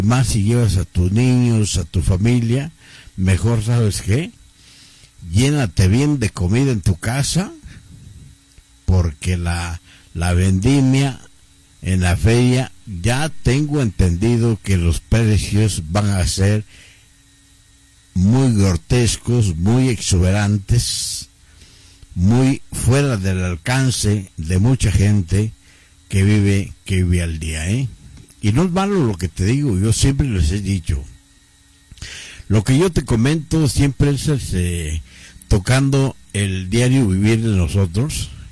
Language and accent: Spanish; Mexico; como el mexicano, pues, como así somos nosotros, ¿no?